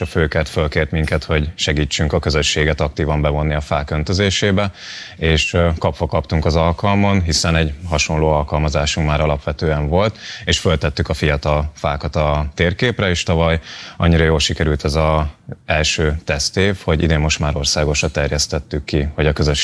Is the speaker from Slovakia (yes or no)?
no; Great Hungarian Plain, Hungary; őstermelő családból származom, úgyhogy pár tízezer fánk volt, és az Alföldről származom